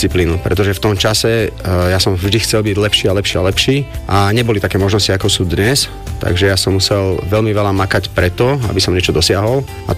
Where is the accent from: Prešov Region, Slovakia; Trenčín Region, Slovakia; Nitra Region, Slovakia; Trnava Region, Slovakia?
Nitra Region, Slovakia; Šaľa; Pochádzam zo Šale, momentálne pôsobím v Seredi.